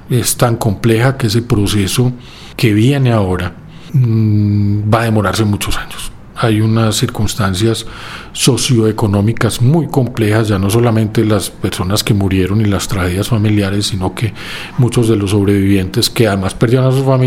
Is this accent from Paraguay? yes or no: no; Manizales, Caldas, Colombia; yo soy de Manizales, y ya pues en mi juventud me había tocado el terremoto del 79, que fue muy complejo en Manizales.